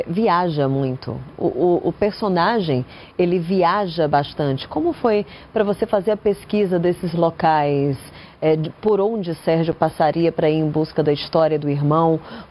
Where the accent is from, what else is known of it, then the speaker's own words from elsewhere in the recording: Ceará, Brazil; eu também sou nordestina, sou do Ceará